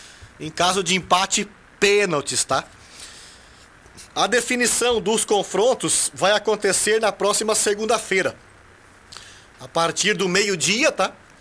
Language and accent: Portuguese; Orleans, Santa Catarina, Brazil; O nosso time, quando eu falo nosso, é porque a gente é aqui de Orleans, né?